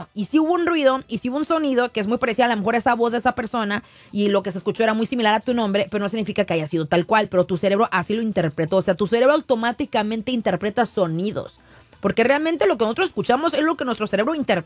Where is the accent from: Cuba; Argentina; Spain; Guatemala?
Spain; Y yo soy española.